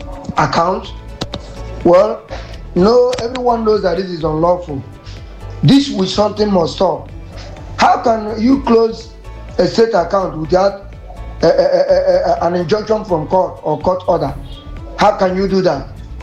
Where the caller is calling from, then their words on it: Lagos, Nigeria; I'm speaking from Koka in Lagos.